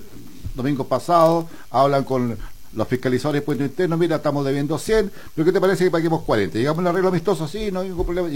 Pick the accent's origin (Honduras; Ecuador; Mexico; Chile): Chile; en Chile, que somos los ingleses de Sudamérica